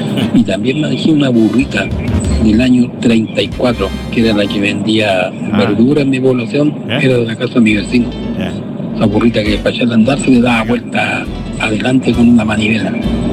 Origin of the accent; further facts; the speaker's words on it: Calbuco, Los Lagos, Chile; born there; moved away; Allá en mi tierra, en Calbuco.